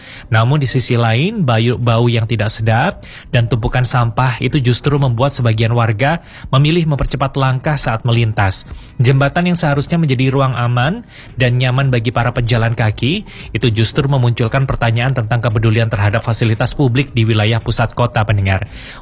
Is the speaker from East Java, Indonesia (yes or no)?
yes; Malang, East Java, Indonesia; kita sebagai warga Kota Malang